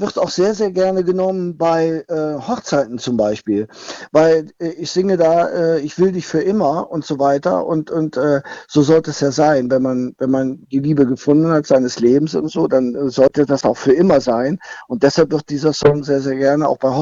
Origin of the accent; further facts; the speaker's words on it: North Rhine-Westphalia, Germany; now in Northern Germany; ich bin ja aus dem Kölner Raum